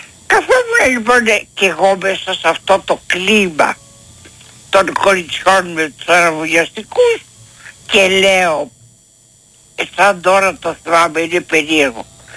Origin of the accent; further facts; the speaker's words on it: Athens, Attica, Greece; born there; Λοιπόν, μεγάλη πόλη, ναι. Και τι γεννήθηκα στην Αθήνα.